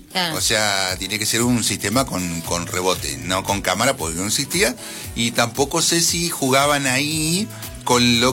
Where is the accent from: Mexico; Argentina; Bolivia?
Argentina